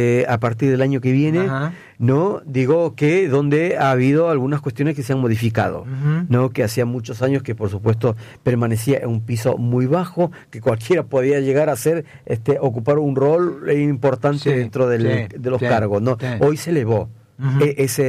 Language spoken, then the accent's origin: Spanish; Peru; now in Argentina; yo soy peruano